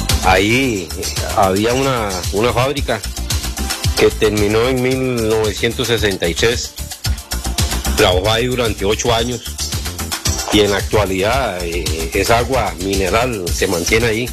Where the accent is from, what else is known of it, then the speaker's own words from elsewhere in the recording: Santa Ana, San José, Costa Rica; En el caso mío, vea, yo soy de Santana, Salitral. Ahí vive toda mi familia.